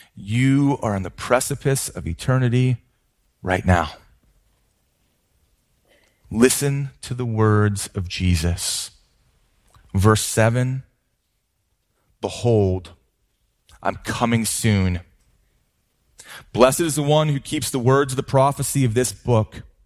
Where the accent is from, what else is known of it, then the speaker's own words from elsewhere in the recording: Lake Elmo, Minnesota, United States; Growing up in Lake Elmo, Minnesota, my family and I lived in the same house for 18 years.